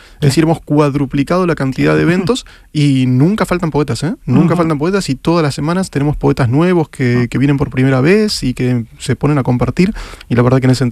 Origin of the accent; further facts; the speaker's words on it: Buenos Aires, Argentina; moved away as an adult; now in Seville, Spain; como en mi caso, que soy de Argentina, de Buenos Aires.